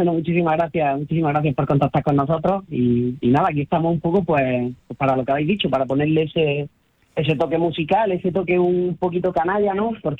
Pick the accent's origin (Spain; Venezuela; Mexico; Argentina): Spain; Granada, Andalusia; moved away as an adult; Yo soy de Granada y me mudé por estas tierras hace 3 añitos.